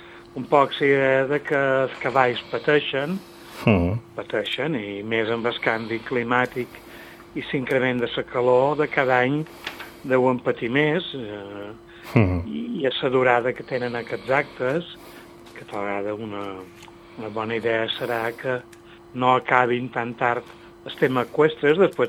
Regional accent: Ciutadella, Balearic Islands, Spain; now in Alaior, Spain; Jo som natural de Ciutadella.

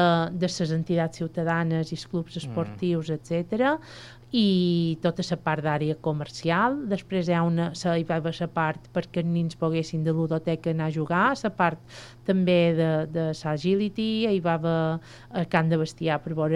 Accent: Artà, Balearic Islands, Spain

